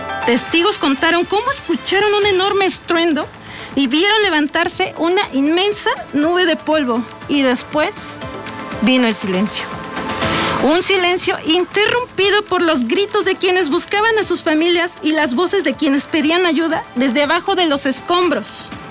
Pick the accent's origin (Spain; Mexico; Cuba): Mexico; cada uno de los que somos mexicanos.